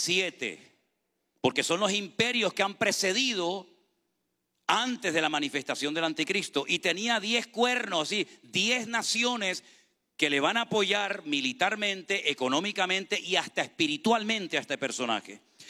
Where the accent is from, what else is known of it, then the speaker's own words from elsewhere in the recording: Spain; moved away; a veces puedo yo, como español, utilizar alguna palabra, alguna expresión que a lo mejor puede chocar aquí, pero es que los españoles hablamos así